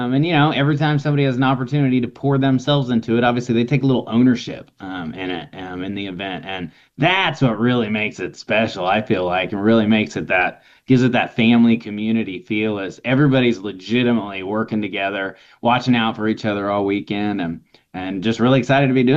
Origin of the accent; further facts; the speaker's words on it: Vincennes, Indiana, United States; So I'm from Vincennes.